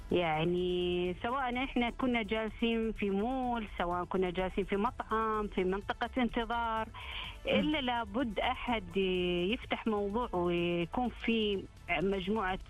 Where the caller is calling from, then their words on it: Riyadh, Riyadh Province, Saudi Arabia; من الرياض.